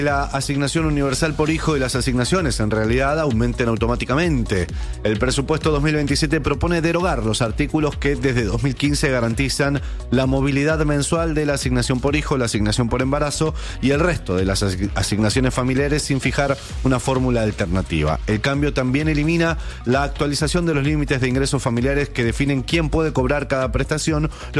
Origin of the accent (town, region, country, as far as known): Argentina